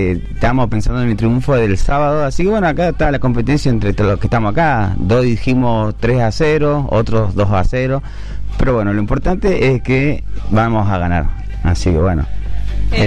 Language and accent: Spanish; Argentina; Otra ganamos porque somos todos argentinos, así que bueno.